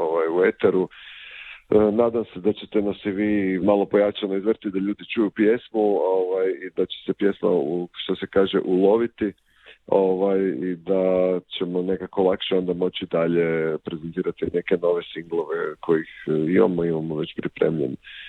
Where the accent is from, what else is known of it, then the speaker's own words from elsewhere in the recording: Zagreb, City of Zagreb, Croatia; dolazimo iz Zagreba